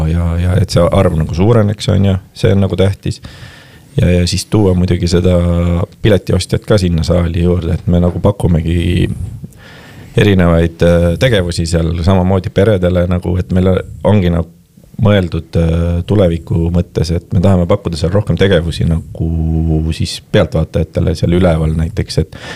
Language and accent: Estonian; Kilingi-Nõmme, Pärnu County, Estonia; No ma olen sellisest kohast pärit nagu Kilinginõmme. See on siis väike Pärnuma linn